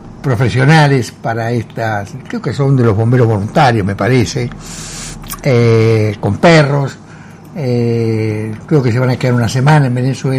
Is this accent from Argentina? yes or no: yes; Argentina; a nosotros como argentinos